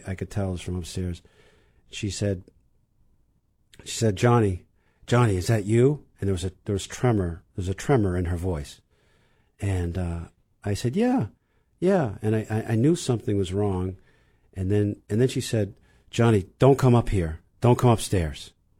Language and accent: English; Burlington, Vermont, United States; now in Wellesley, United States; I grew up in Burlington, Vermont.